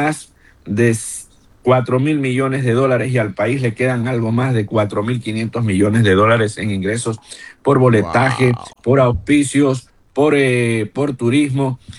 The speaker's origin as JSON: {"language": "Spanish", "town": "Machala", "region": "El Oro", "country": "Ecuador", "moved": "as an adult", "lives_now": "United States", "said": "ese corazón que tengo de ser salitroso hasta el tuétano. Yo soy machaleño orense hasta el día que muera y mi país lo llevo con mucho orgullo"}